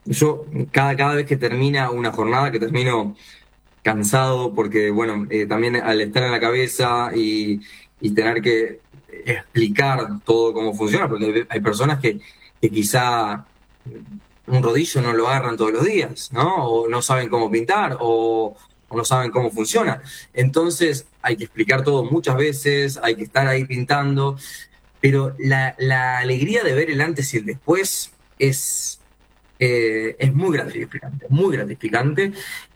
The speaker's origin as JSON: {"language": "Spanish", "region": "Montevideo", "country": "Uruguay", "said": "Somos todos montevideanos acá en su mayoría"}